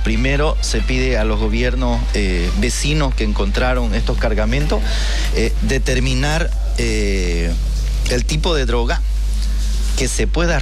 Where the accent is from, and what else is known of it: Bolivia